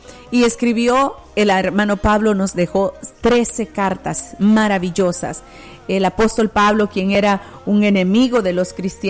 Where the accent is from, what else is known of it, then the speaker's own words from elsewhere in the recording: El Salvador; Yo recuerdo que en una campaña evangelística al aire libre en mi país, El Salvador